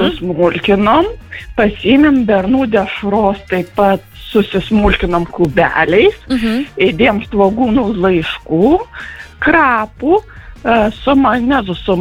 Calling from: Kaišiadorys, Kaunas County, Lithuania; Iš Kaišiadorių

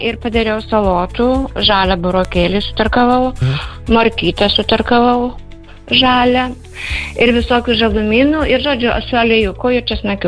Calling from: Vilnius, Vilnius County, Lithuania; Aš iš Vilnius.

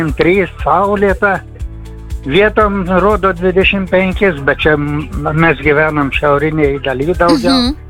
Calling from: Klaipėda, Klaipėda County, Lithuania; Klaipėda.

